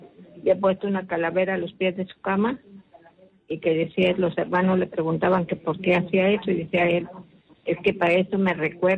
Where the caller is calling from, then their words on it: Piura, Peru; De Piura.